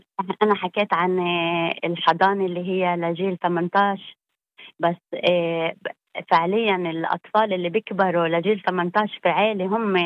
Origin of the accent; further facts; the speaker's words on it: Baqa al-Gharbiyye, Haifa District, Israel; أنا من باقة الغربية